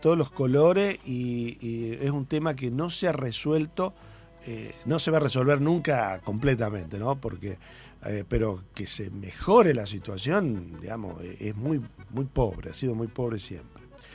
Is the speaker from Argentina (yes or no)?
yes; Sauce Pinto, Entre Ríos, Argentina; Yo siempre hablo de mi pueblo, de Sauce Pinto